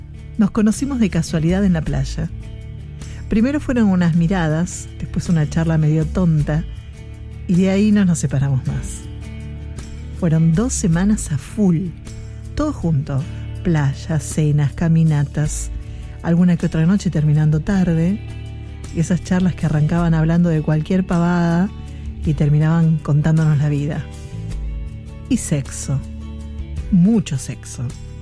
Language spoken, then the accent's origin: Spanish; La Pampa, Argentina; now in Buenos Aires, Argentina; de La Pampa, hoy viviendo en la gran ciudad, aquí en Buenos Aires.